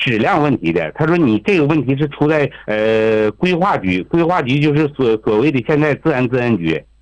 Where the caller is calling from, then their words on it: Dayangshu, Inner Mongolia, China; 我是大杨树镇，就是鄂伦春自治旗大杨树镇的朋友。